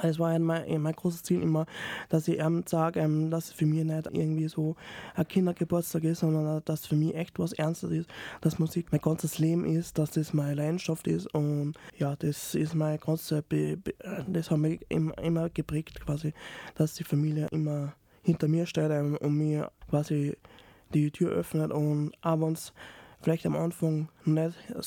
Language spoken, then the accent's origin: German; Salzburg, Austria; also born or lived in Taxham; Ich bin in Salzburg-Liefering aufgewachsen, habe die Vorschule und die erste Klasse in Liefering bestritten. Dann sind wir umgezogen in Daxam